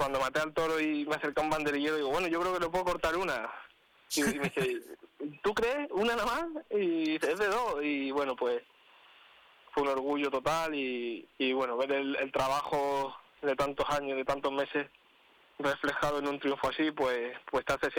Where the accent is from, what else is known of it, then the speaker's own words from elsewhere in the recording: Cáceres, Extremadura, Spain; born there; also born or lived in Arenas de San Pedro, Ávila; yo soy nacido en Arena, aunque con un año me vine a vivir a Cáceres, pero mantengo raíces en los dos lados y me siento muy querido en los dos lados.